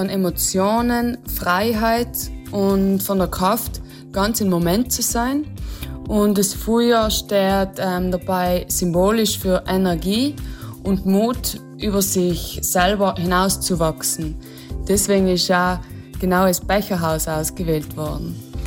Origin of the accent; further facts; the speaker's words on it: Trentino-Alto Adige, Italy; Für mich als Südtirolerin